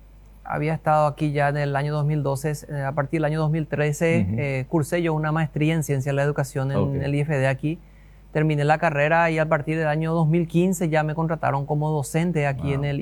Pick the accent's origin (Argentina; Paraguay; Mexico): Paraguay; Asunción; now in Filadelfia, Paraguay; Soy originario de Asunción. Estoy ya viviendo aquí 14 años.